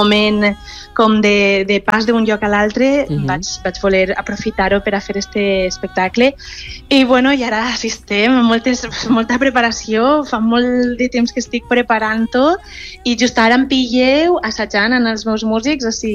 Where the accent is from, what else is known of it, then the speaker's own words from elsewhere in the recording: Pedreguer, Valencian Community, Spain; al meu poble valencià, que jo estic orgullosíssima de ser valenciana